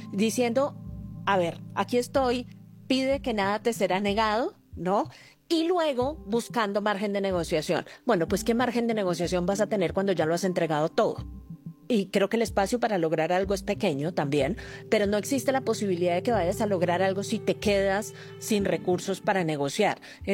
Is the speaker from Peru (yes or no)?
no; Colombia